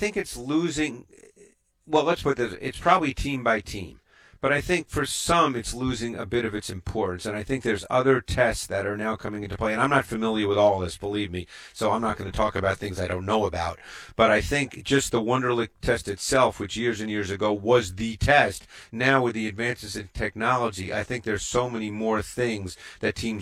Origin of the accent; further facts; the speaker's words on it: New York City, New York, United States; I grew up in Queens